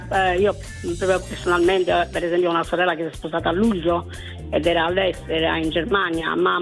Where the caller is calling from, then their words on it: Latina, Lazio, Italy; siamo da Latina.